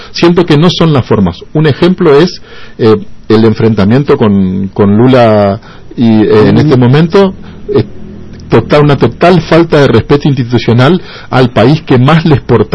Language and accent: Spanish; Argentina; no nos representa como argentinos